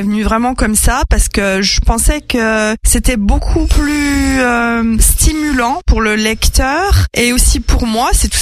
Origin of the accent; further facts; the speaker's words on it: Dijon, Bourgogne-Franche-Comté, France; je peux me considérer comme dijonnaise vu que je suis née à Dijon et que je vis depuis ici depuis assez longtemps